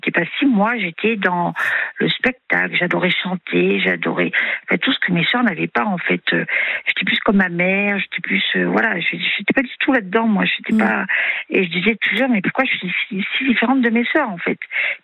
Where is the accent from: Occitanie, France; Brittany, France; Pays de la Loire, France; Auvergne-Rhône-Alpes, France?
Auvergne-Rhône-Alpes, France; nous sommes 4 filles. Je suis la 3e. J'ai grandi dans le Cantal.